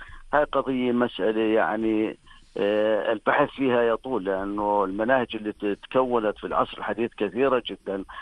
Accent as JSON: {"language": "Arabic", "country": "Jordan", "said": "وكنت من الأردن الحمد لله الممثل للناقد في الأردن، ممثل للنقد العربي حتى. أخذوا يعني من الأردن أنا العبد الفقير وإلى الله"}